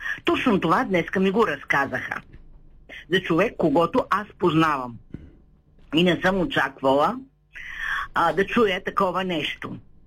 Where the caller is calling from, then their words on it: Shumen, Shumen Province, Bulgaria; от Шумен.